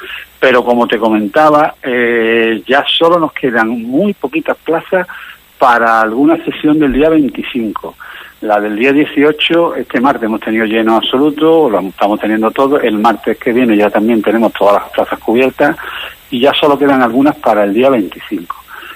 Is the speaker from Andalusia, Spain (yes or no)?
yes; Moguer, Andalusia, Spain; con lo bonito que es mi pueblo